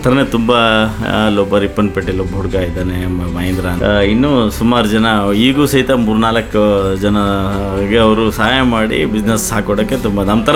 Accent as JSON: {"language": "Kannada", "town": "Shikaripura", "region": "Karnataka", "country": "India", "tie": "born or raised there", "moved": "as an adult", "lives_now": "Shivamogga, India", "said": "ನಾನು ಶಿಕಾರಿಪುರ ನಮ್ದು ಆ್ಯಕ್ಚುಲಿ. ನಾನು ಶಿಕಾರಿಪುರದಲ್ಲಿ ಹುಟ್ಟಿದ್ದು, ಅಲ್ಲೇ ಓದಿದ್ದು. ಡಿಗ್ರಿಗೆ ಸಹ್ಯಾದ್ರಿ ಕಾಲೇಜು, ಇಲ್ಲಿಗೆ ಓದೋಕ್ಕೋಸ್ಕರ ಶಿವಮೊಗ್ಗಕ್ಕೆ ಬಂದಿದ್ದು."}